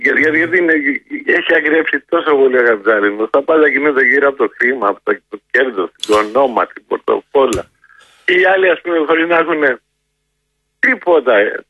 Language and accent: Greek; Kokkinia, Attica, Greece; born there; Εγώ γεννήθηκα στην Κοκκινιά από εργάτε.